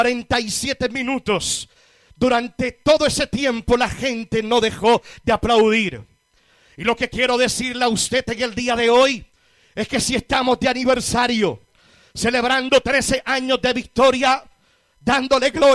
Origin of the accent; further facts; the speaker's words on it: Puerto Rico; Soy originario de una pequeña isla llamada Puerto Rico.